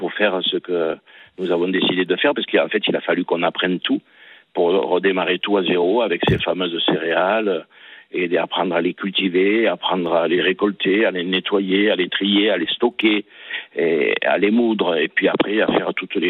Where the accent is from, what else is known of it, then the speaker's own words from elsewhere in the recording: Fontvieille, Provence-Alpes-Côte d'Azur, France; born there; Je suis né à Fontvieille, dans les Bouches-du-Rhône, qui est un petit village éminemment connu pour son moulin, qu'on appelle Moulin de Daudet, puisque Daudet l'a fait grandement connaître.